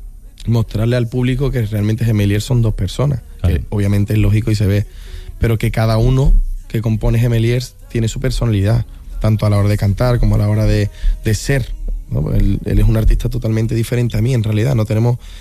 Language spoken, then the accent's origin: Spanish; Andalusia, Spain; Ah, somos andaluces